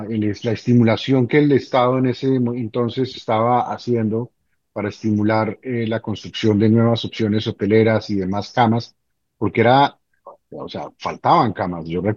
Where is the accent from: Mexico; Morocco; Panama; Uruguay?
Panama